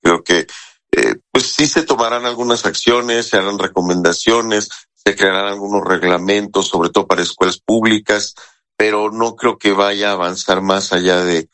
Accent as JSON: {"language": "Spanish", "country": "Mexico"}